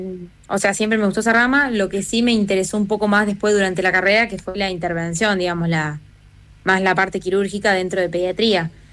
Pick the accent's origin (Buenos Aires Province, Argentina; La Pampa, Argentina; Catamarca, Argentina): La Pampa, Argentina; moved away as an adult; also born or lived in Villa Mercedes, San Luis; yo apenas terminé el secundario, me fui a vivir a Villa Mercedes sola, digamos, era todo nuevo porque yo soy de La Pampa y de un pueblito chiquito